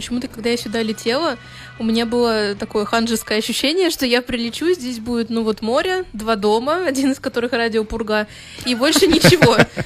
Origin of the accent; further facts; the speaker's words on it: Moscow, Russia; я москвичка с перевесом в чемодане